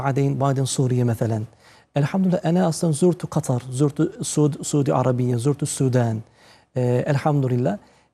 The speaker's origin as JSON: {"language": "Arabic", "country": "Turkey", "second_language": "Arabic", "said": "أنا كتركي"}